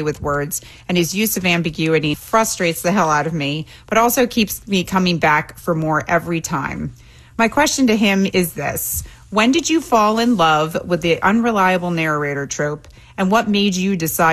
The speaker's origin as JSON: {"language": "English", "region": "Pennsylvania", "country": "United States", "said": "I'm a bookseller from Pennsylvania."}